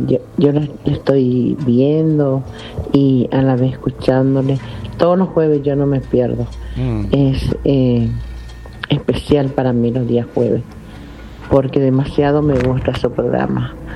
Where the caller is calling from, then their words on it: Pirayú, Paraguarí, Paraguay; soy de Pirayú, estoy llamando a la ciudad de Pirayú.